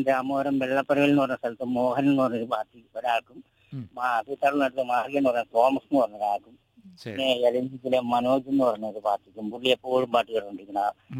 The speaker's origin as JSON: {"language": "Malayalam", "town": "Koothattukulam", "region": "Kerala", "country": "India", "tie": "born or raised there", "said": "കുത്താട്ടുകുളത്താണ് ജനിച്ചു വളർന്നത്."}